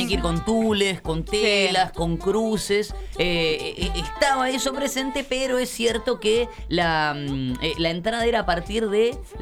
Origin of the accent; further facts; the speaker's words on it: Argentina